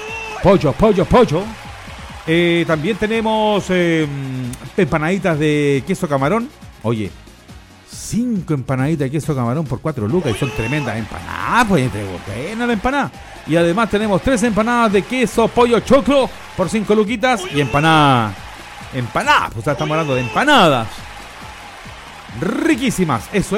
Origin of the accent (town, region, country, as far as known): Chile